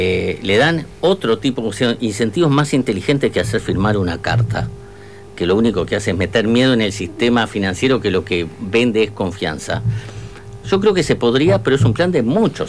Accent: Uruguay

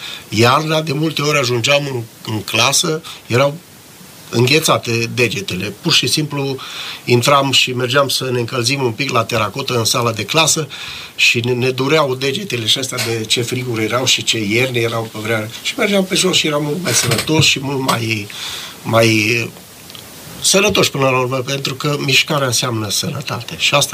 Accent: Jucu de Mijloc, Cluj County, Romania; Jucu de Mijloc, satul meu natal, care face parte din comuna Jucu, era preponderent cu legumicultură și alimenta tot Clujul.

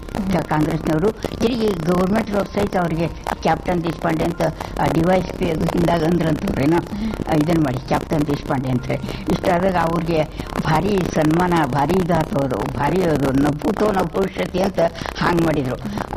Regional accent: Lakkundi, Karnataka, India; born there; ನಾನು ಹುಟ್ಟಿದ್ದು 1921 ಗದಗ ತಾಲೂಕು ಲಕ್ಕುಂಡಿಯಲ್ಲಿ.

